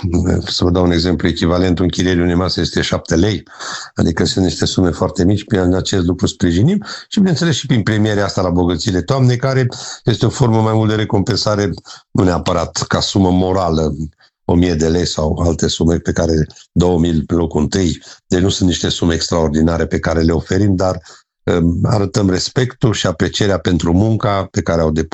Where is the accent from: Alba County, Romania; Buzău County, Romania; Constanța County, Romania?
Alba County, Romania; Blaj; municipiul nostru are doar 20.000 de locuitori, nu suntem foarte mari.